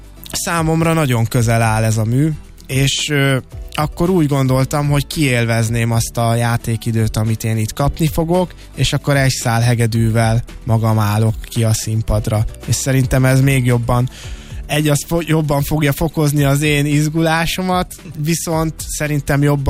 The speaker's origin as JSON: {"language": "Hungarian", "town": "Hévíz", "region": "Zala", "country": "Hungary", "tie": "born or raised there", "said": "Maga egyébként a videó hanganyag is egy szülővárosom általi kezdeményezésből indult"}